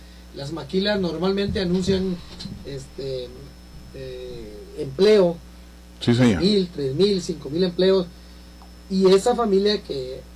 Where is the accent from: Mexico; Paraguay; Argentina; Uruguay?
Mexico; Tabasco; moved away as an adult; now in Ciudad Juárez, Mexico; Muchos hermanos de Veracruz, de Oaxaca, de Chiapas, de Tabasco, de donde yo soy.